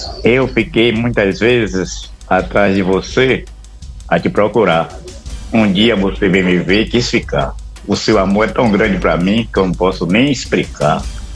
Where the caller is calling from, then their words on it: Salvador, Bahia, Brazil; Eu falo da Fazenda Grande do Retiro.